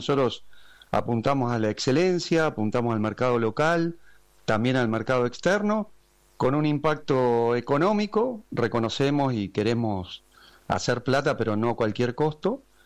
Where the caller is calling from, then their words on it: Buenos Aires Province, Argentina; desde, como bien decías, un pueblo acá muy chiquito del interior de la provincia de Buenos Aires.